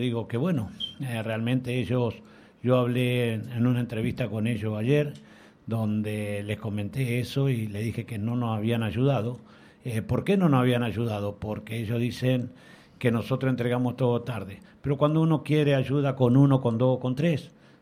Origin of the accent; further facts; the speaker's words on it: Quito, Pichincha, Ecuador; Yo vengo de Pichincha, como ustedes saben, del Quito